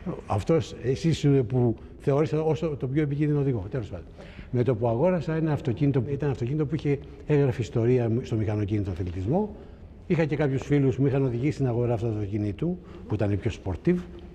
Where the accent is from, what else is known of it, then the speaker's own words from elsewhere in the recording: Erythres, Attica, Greece; Στην Ερυθρέα.